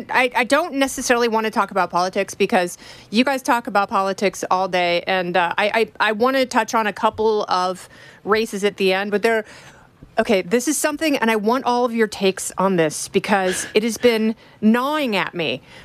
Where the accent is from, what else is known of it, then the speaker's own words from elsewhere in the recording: Brownstown, Indiana, United States; Do you know I'm a Hoosier?